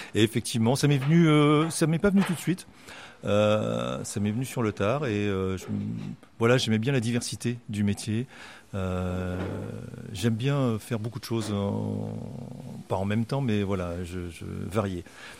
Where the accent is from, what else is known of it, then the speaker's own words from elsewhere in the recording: Rennes, Brittany, France; Oui, tout à fait, c'est ma ville natale. Moi, je suis né à Rennes. Je suis né à Rennes de parents de côté.